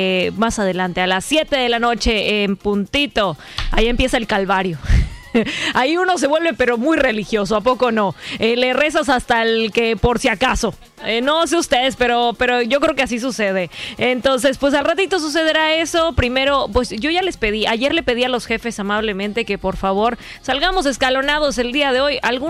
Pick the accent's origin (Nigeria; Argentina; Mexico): Mexico; Es un día donde somos muy mexicanos